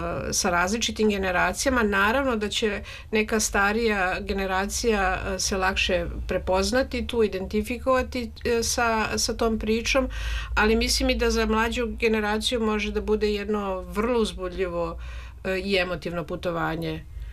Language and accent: Serbian; Belgrade, Serbia; Ja sam dete iz Beograda i kafana nikad nije bila mesto na kome sam se ja osjećala prijatno